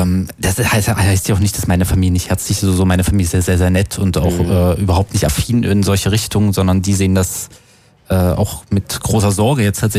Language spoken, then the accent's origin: German; Saxony-Anhalt, Germany; ich komme ja aus dem Latinischen und das ist ja tatsächlich eine sehr kulturell vielfältige Region.